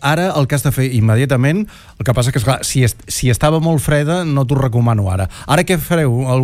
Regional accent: Olot, Catalonia, Spain; com que soc d'Olot

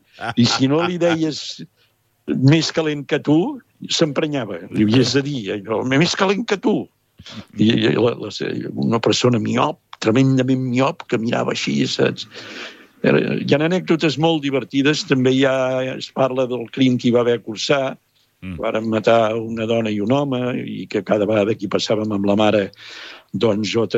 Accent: Palafrugell, Catalonia, Spain; de la meva infantesa, de la meva joventut a Palafrugell

